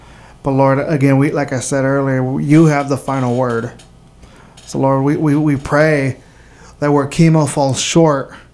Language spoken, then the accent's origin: English; Laredo, Texas, United States; born there; So I was born in Laredo, Texas. All right, so it's a border city. It's right there on the right across from the border, and right across from it is a sister city called Nuevo Laredo, and which is in Mexico.